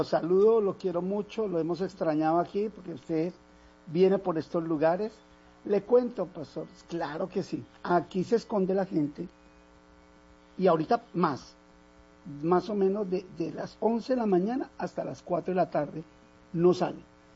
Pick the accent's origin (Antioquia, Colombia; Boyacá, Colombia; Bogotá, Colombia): Bogotá, Colombia; moved away; yo como hablo como persona que soy de Bogotá